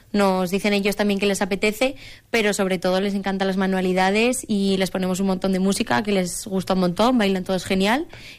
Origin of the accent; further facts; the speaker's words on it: Cella, Aragon, Spain; moved away as an adult; now in Valencia, Spain; Soy de Cella, he vivido toda la vida, pero estudio fuera